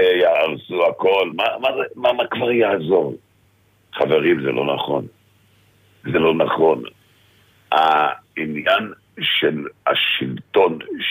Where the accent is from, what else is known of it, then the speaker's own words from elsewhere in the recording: Jerusalem, Jerusalem District, Israel; born there; נולדתי בתוך מטה בחירות, בבית ישראל, בשכונה בית ישראל בירושלים, בימים עברו